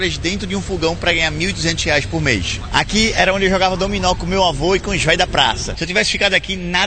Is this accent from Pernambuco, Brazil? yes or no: yes; Caruaru, Pernambuco, Brazil; born or raised there; moved away as an adult